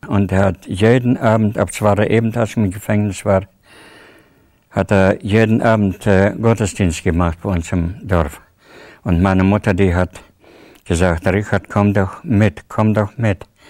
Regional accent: Tajikistan; moved away; Ich komme aus Tadschikistan und bin dort auch geboren, 1937.

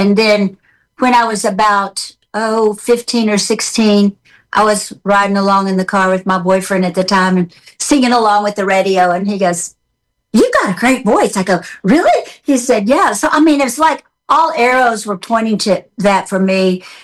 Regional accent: Memphis, Tennessee, United States; I grew up in Memphis

